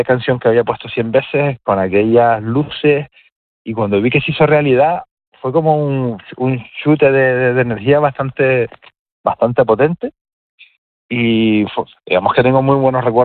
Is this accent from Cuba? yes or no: no; Canary Islands, Spain; pero sí era como muy canario, muy así.